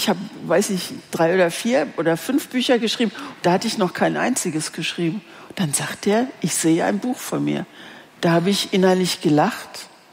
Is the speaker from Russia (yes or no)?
no; Greece; ich als Griechin zeige dir Dolmades.